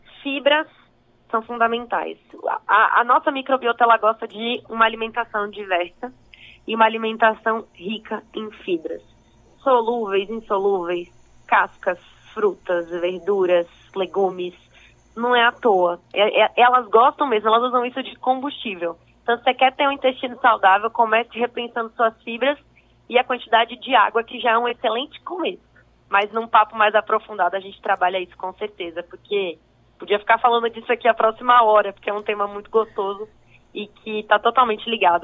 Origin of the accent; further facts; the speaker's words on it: Lauro de Freitas, Bahia, Brazil; Sou da região de Salvador, Lauro de Freitas